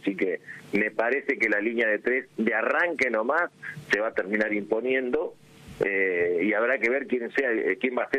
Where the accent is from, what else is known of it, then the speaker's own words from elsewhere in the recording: Comodoro Rivadavia, Chubut, Argentina; born there; also born or lived in Puerto Madryn; No, no, nací en Comodoro, viví después en Puerto Madryn.